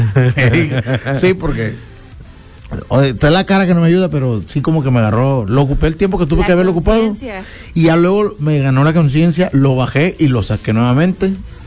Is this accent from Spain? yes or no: no; Mexico; Y como buen mexicano